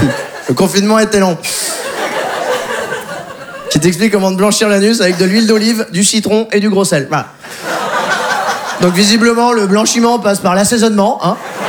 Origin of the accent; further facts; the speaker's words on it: Poitiers, Nouvelle-Aquitaine, France; 29 ans. Moi, je viens de Poitiers.